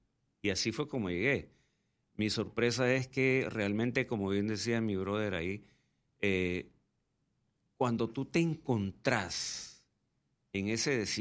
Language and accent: Spanish; El Salvador; moved away as an adult; now in Panama; soy del Salvador, pero yo ya, como digo, de corazón soy C3, vea, C3 de corazón.